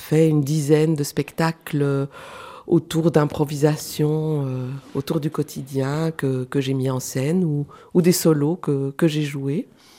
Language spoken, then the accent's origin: French; Switzerland; moved away as an adult; now in Belgium; Je suis suissesse d'origine.